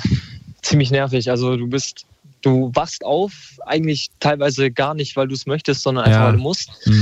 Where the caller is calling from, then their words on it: Neu-Ulm, Bavaria, Germany; Ich rufe aus Neu-Ulm an.